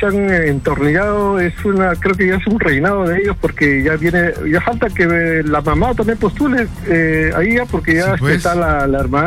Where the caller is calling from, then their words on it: Lima, Peru; soy de Villa Salvador.